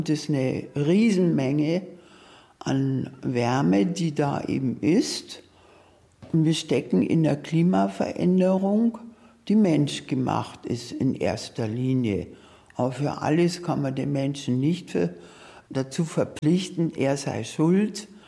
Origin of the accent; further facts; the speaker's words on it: Munich, Bavaria, Germany; Also ich komme aus München und da gibt es die Isarauen.